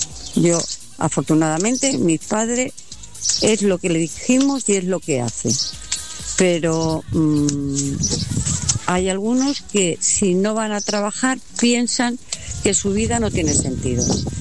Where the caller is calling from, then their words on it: Galicia, Spain; Te llamo desde Galicia.